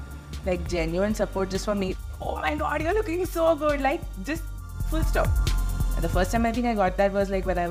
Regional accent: Mumbai, Maharashtra, India; from Mumbai, India.

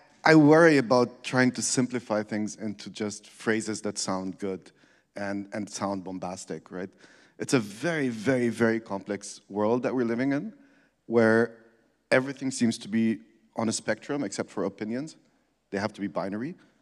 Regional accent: Berlin, Germany; I'm from Berlin

